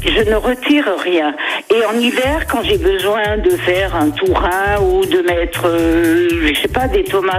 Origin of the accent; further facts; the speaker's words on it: Grand Est, France; now in Landes, France; Je suis originaire d'Alsace.